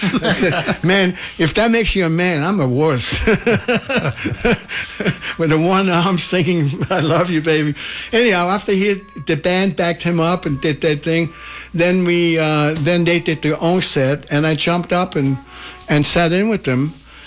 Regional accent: Denmark; English is a second language; now in United States; I came from Denmark. I knew that America is the promised place, like a promised land.

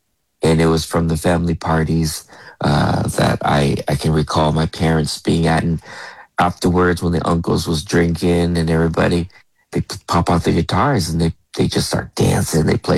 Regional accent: Berkeley, California, United States; You know, I always say that I was born and raised in the island of Berkeley, California. And it's truly an island. But my parents came from Hawaii.

